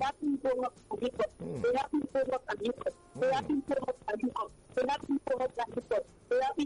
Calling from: Mushin, Lagos, Nigeria; I'm calling from Mushi

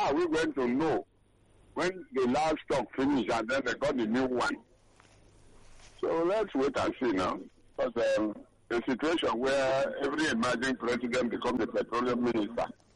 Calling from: Okota, Lagos, Nigeria; is calling from Okota.

